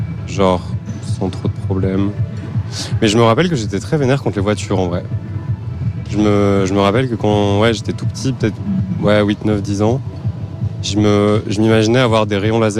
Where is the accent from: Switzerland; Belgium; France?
Belgium; Ottignies, Wallonia; Moi, j'ai pas grandi à Bruxelles. J'ai grandi à Otigny.